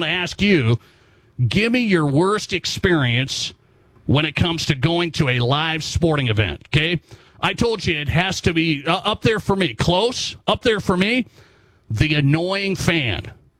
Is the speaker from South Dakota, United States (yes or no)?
yes; South Dakota, United States; Thanks, but no thanks. I'm from South Dakota.